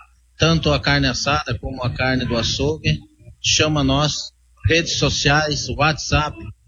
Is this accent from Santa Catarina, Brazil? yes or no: yes; Campos Novos, Santa Catarina, Brazil; Eu sou natural de Santa Catarina, meio oeste catarinense, sou natural de Campos Novos.